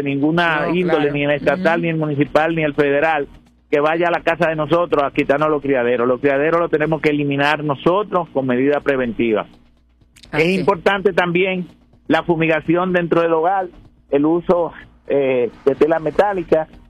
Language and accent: Spanish; Dominican Republic; moved away; Nosotros que venimos de República Dominicana